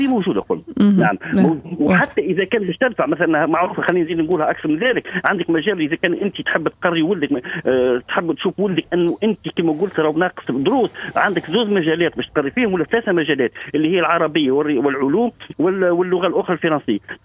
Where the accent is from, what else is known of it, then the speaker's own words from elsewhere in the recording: Tunisia; accent: Tunisian; هذه نحكي لك باللهجة التونسية نتاعي.